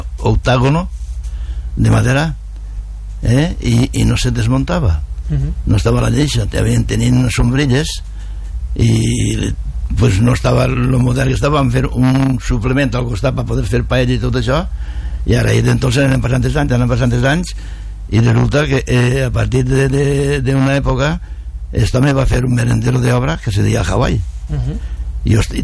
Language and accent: Catalan; Moncofa, Valencian Community, Spain; also born or lived in La Vilavella; mon pare era de Vilavella, jo soc nascut en Vilavella també, i mon pare venia a treballar a la mar de Moncofa, i moratos, jo tenia 5 anys quan vaig vindre